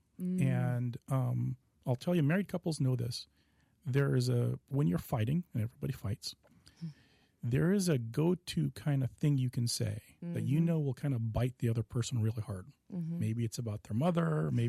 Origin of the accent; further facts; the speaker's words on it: Seattle, Washington, United States; I grew up in Seattle in a pretty normal childhood.